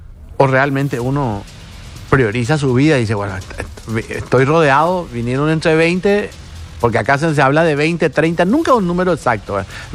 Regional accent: Paraguay

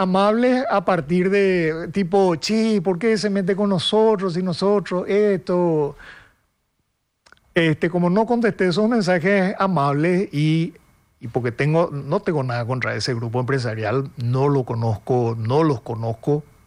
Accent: Asunción, Paraguay; soy asunceno

